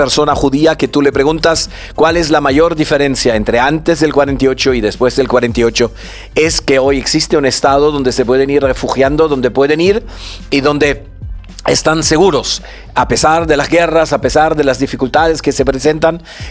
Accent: Peru

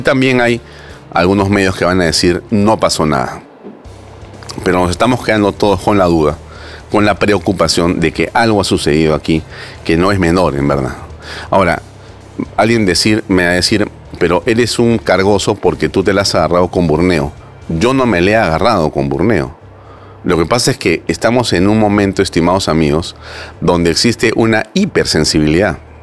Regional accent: Peru

